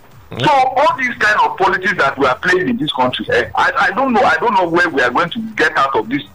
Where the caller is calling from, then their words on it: Ikeja, Lagos, Nigeria; calling from Ikeja.